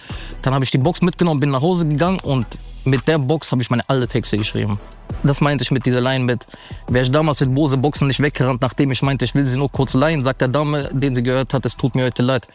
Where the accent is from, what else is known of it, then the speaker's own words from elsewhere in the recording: Offenbach, Hesse, Germany; Ich bin in Offenbach aufgewachsen und wir hatten so ein Jugendzentrum. Und das war in Offenbach Nordend.